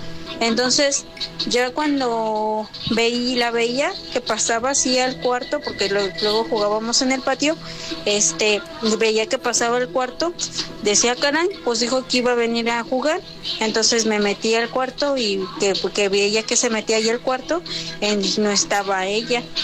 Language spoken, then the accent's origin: Spanish; Celaya, Guanajuato, Mexico; Yo soy originaria de Celaya, Guanajuato. Cuando era una niña, tendría como 8 años, yo vivía antes en la casa de mi abuelita